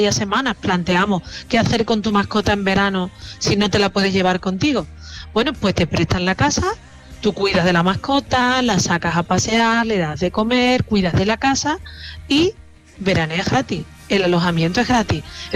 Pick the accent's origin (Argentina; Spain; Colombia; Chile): Spain; Andalusia; accent: Andalusian; 80% de las casas cuevas que hay en Europa están en España y sobre todo en mi tierra, en Andalucía. Tú verás que siempre pongo el acento andaluz.